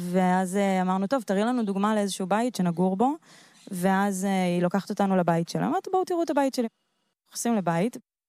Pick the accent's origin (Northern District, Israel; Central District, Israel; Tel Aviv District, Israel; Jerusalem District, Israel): Northern District, Israel; Evron; moved away as an adult; now in Nir Oz, Israel; אני בת 30. נולדתי וגדלתי בקיבוץ עברון.